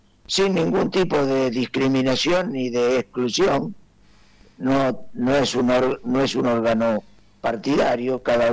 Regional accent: Argentina

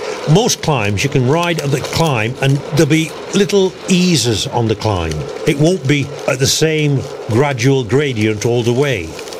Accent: Yorkshire and the Humber, United Kingdom; Born and bred in Yorkshire, tough as nails, I didn't give a damn.

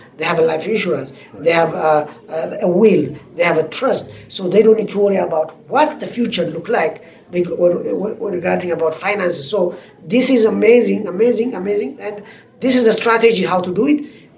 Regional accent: Ethiopia; English is a second language; Right now, I'm from the Ethiopian community, right?

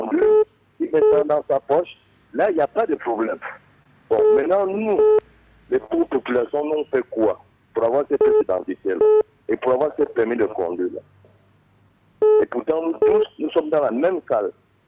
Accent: Gabon; born there; je suis né à Mélinet.

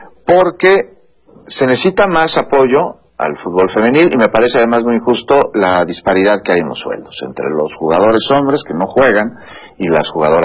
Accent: Mexico; los mexicanos somos norteamericanos

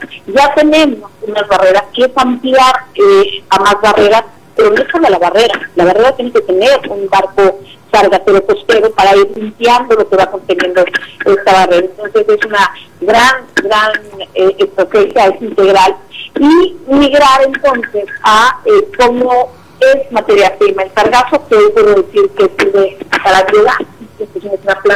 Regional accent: Quintana Roo, Mexico; Soy de Mexicano, desde la capital mundial de las vacaciones.

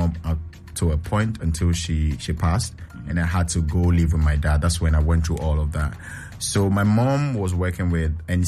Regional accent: Dodoma, Tanzania; So yeah, I grew up in Dodoma from the KJB district

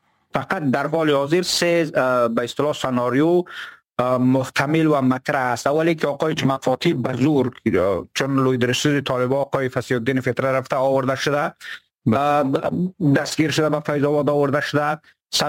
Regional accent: Badakhshan, Afghanistan; اما ما که از بدخشان هستم و به اصطلاح با مردم در تماس هستم

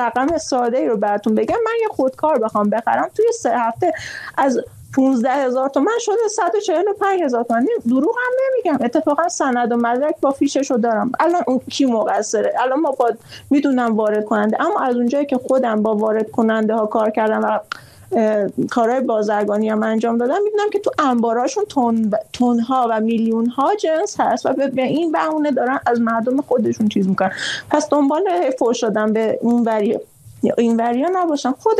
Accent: Iran; همه ما ایرانیام

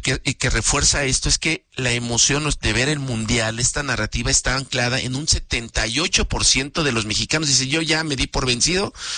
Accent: Mexico; además del orgullo que es muy positivo de ser sede como mexicanos y mostrar lo mejor de nosotros, la gastronomía, la cultura

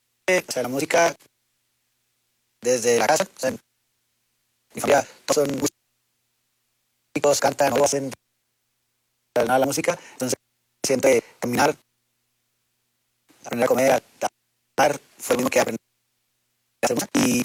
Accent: Monterrey, Nuevo León, Mexico; la primera vez que salí de Monterrey para acá

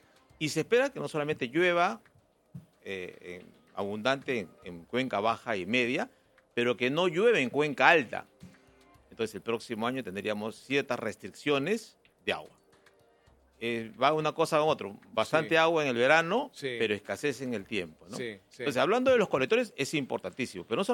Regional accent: Lima, Peru; Nosotros como limeños

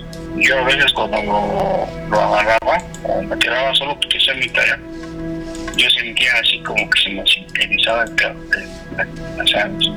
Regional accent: Mexico City, Mexico

